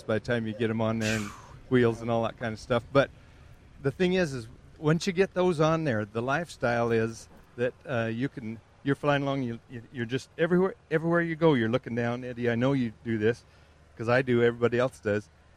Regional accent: Austin, Nevada, United States; I'm from out in Nevada, Austin, Nevada, a little town out there.

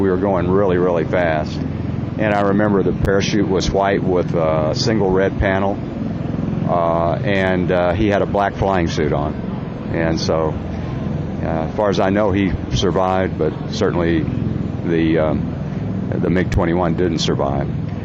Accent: Bowling Green, Kentucky, United States; Bowling Green, Kentucky, my hometown

